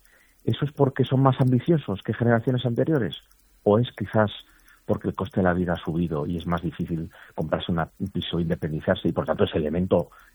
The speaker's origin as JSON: {"language": "Spanish", "region": "Asturias", "country": "Spain", "moved": "yes", "said": "Sí, siempre hemos hablado, yo soy asturiano, aunque llevo ya 20 años fuera."}